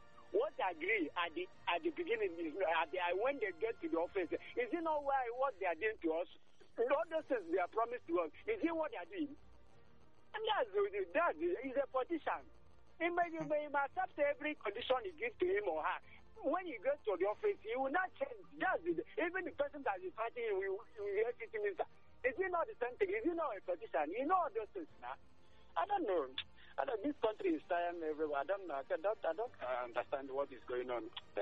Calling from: Oba, Nigeria; I'm from Oba.

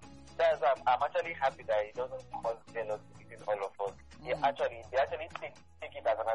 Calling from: Aba, Abia, Nigeria; I'm calling from Abba.

